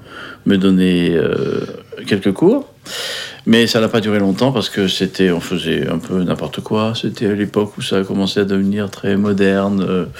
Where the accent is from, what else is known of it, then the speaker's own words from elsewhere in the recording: Brest, Brittany, France; Oui, je suis né à Brest, moi. Là, rien de spécial. Je suis né à Brest, j'ai vécu à l'Anilis pendant quelques années. Ensuite, je suis allé au lycée à Brest.